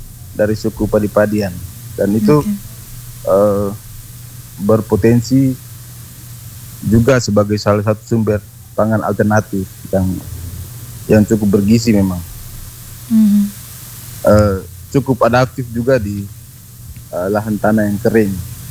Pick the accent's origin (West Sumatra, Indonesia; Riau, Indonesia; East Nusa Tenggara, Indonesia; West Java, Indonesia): East Nusa Tenggara, Indonesia; Nah Leuhoe itu masyarakat adat di desa kami, di desa Welea 2, Kabupaten Lembata.